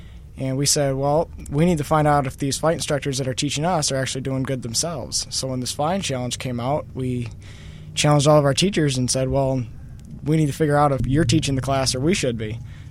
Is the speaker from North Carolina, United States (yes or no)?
no; Byron Center, Michigan, United States; I'm from Byron Center, Michigan.